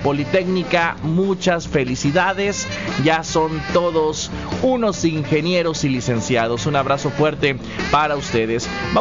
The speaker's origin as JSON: {"language": "Spanish", "town": "Tampico", "region": "Tamaulipas", "country": "Mexico", "moved": "yes", "lives_now": "Ciudad Victoria, Mexico", "said": "si de allá soy jaibo de corazón. Claro, victorense por adopción, pero jaibo de corazón."}